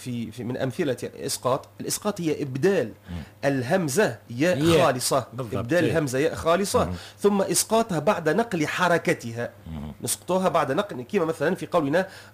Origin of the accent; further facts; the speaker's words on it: Tunisia; مما اشتهر عندنا في تونس يعني